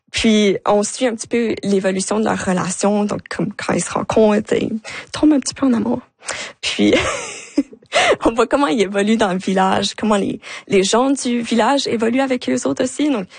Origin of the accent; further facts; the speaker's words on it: Moncton, New Brunswick, Canada; moi je viens de Moncton, donc on s'entend dans le Nouveau-Brunswick, Moncton, c'est quand même une grande ville. Mais je peux dire que moi, grandissant à Moncton, je filais pas comme si c'était une grande ville.